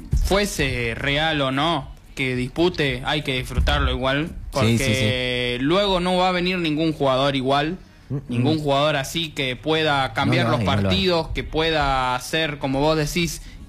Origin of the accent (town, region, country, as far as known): Argentina